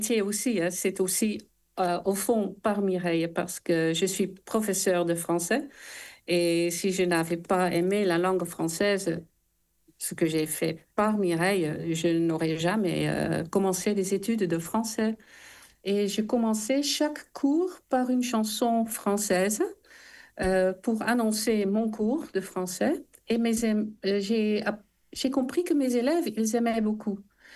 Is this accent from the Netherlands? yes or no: yes; Netherlands; accent: Dutch; French is a second language; Oui, oui, je suis néerlandaise. Donc, vous l'entendrez bien par mon accent et par des fautes de français, des fois, je pense.